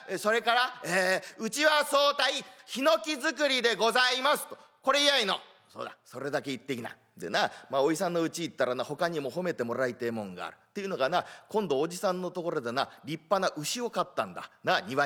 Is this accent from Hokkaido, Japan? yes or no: yes; Betsukai, Hokkaido, Japan; moved away; 実は私、生まれましたところが北海道なんですね。北海道の別海という町で生まれました。別れる海の町と書くんですが、これが人口がだいたい今、1万人ちょっとの町なんですね。で、主な産業が酪農業、いわゆる牛の乳搾り。